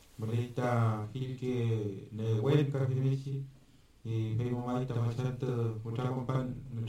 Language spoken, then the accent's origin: Spanish; San Juan de la Costa, Los Lagos, Chile; soy machi de San Juan de la Costa, Osorno.